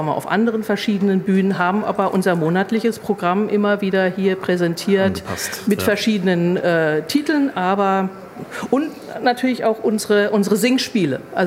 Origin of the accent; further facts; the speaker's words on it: Mannheim, Baden-Württemberg, Germany; moved away as an adult; now in Kaiserslautern, Germany; Ich komme ja ursprünglich aus Mannheim, bin jetzt seit bald 18 Jahren hier in Kaiserslautern